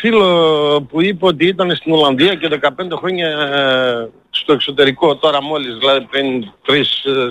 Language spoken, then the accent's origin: Greek; Germany; Τώρα μόλις σε παίρνω από τη Γερμανία, εγώ γεννήθηκα, μεγάλωσα, ζω στη Γερμανία. Είμαι 54 χρονών.